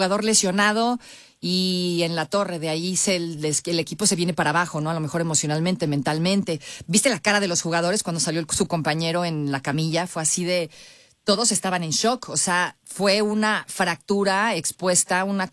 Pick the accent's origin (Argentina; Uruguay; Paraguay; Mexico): Mexico; y pues mi favorito, porque soy mexicana, pues es México.